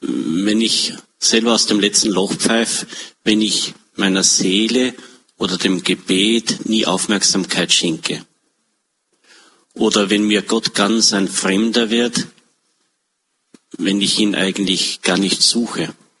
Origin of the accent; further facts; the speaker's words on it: Upper Austria, Austria; also born or lived in Tyrol; oder bei uns im Innviertel, auch im Tiroler Oberland, wo ich ja auch viel war, hat es geheißen, nicht geschimpft ist gelobt genug.